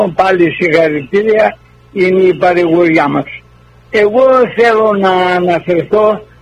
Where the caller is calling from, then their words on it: North Carolina, United States; Εδώ Βόρειο Καρολίνα